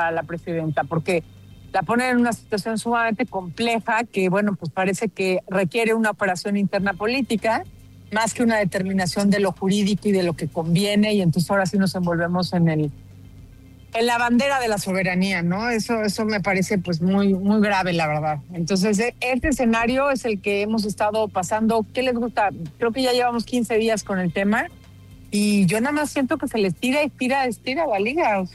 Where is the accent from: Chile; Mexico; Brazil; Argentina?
Mexico; la verdad es que bendito nuestro país, tan lleno de paisajes, oigan.